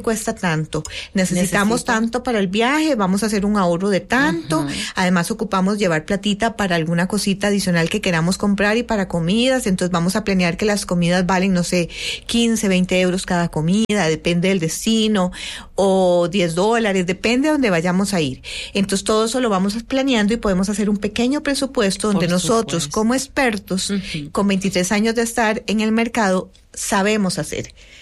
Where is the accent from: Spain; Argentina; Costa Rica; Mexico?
Costa Rica; A Europa, como ticos, como costarricenses, no ocupamos visas, entonces simplemente ocupamos el pasaporte.